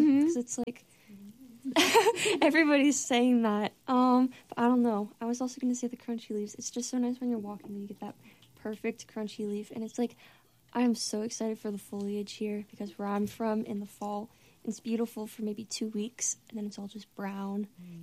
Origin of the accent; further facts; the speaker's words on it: Atlanta, Georgia, United States; moved away as an adult; now in Williamsburg, United States; I'm from Atlanta.